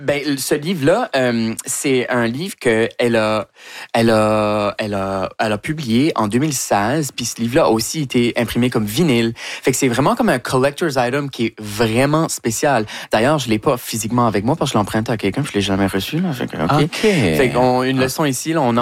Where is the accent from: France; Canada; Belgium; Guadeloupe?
Canada; Shediac, New Brunswick; moi, mon Acadie, j'ai grandi à Shediac, fait que mon Acadie, elle se trouve vraiment au sud-est.